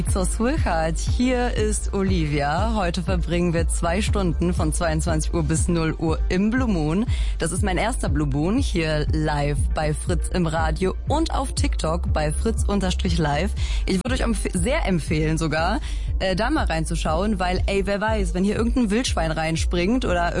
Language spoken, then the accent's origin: German; Poland; now in Germany; Ja, ich bin Polin. Ist die zweitgrößte Migrantengruppe in Deutschland. Also ich bin nicht alleine.